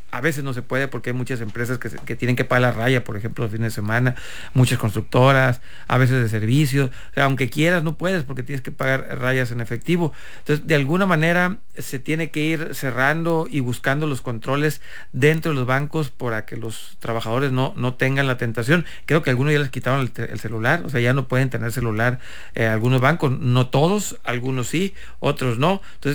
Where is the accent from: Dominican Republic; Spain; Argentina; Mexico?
Mexico; como mexicanos, como ciudadanos